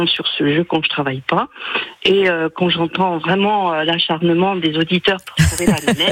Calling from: Chaumont, Grand Est, France; je suis à Chaumont, dans mon canapé.

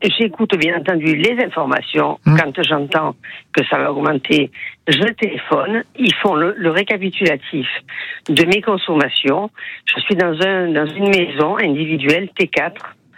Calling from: Aubagne, Provence-Alpes-Côte d'Azur, France; J'habite sur Aubagne

